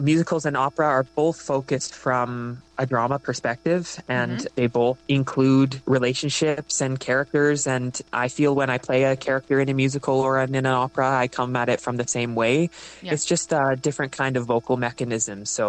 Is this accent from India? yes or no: no; Alberta, Canada; moved away as an adult; also born or lived in Victoria, British Columbia; now in Ann Arbor, United States; community theater in my hometown and around Southern Alberta until I graduated high school.